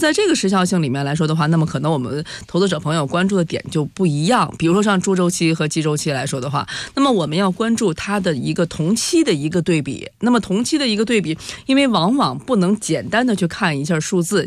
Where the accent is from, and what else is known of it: China